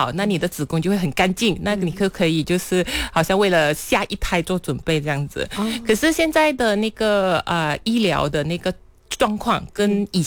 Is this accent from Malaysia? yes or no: yes; Malaysia; 我们马来西亚这边其实是比较偏向于南方的习俗，尤其是广东那一带的